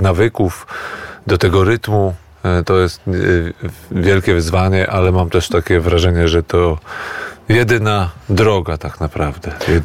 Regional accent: Warsaw, Masovian Voivodeship, Poland; moved away as an adult; now in Kamienna Góra, Poland; jako rodowity warszawiak, warszawianista, który do tej pory zakochany jest w tym mieście i jest to dla mnie, no, taka naprawdę kolebka macierz.

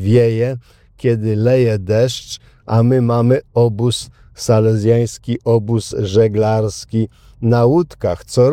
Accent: Przyszowa, Lesser Poland, Poland; bo ksiądz Andrzej pochodzi z Bobowej, ja z Przyszowej, to jest wieś w powiecie limanowskim.

